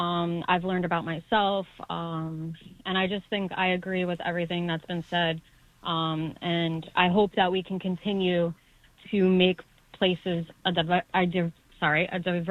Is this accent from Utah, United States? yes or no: no; New York City, New York, United States; I'm a New York City teacher. I am a New Yorker originally, and growing up, I was in like a community that was pretty much Caucasian.